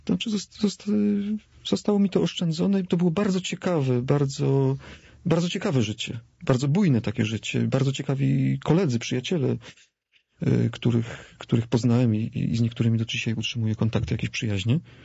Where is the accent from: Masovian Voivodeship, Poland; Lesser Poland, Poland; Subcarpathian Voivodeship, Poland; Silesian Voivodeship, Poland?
Silesian Voivodeship, Poland; urodziłem się na Śląsku i wychowałem się na podwórku śląskim, wśród kanysów, w ordungu, w porządku, prawda?